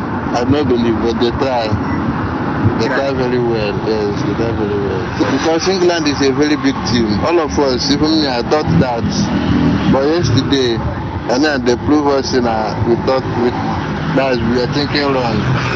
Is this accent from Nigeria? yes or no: yes; Nigeria; I'm a Nigerian, so you know the competition.